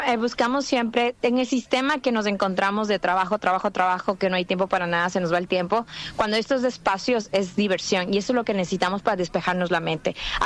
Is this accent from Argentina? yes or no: no; Ecuador; now in United States; Ecuatoriana.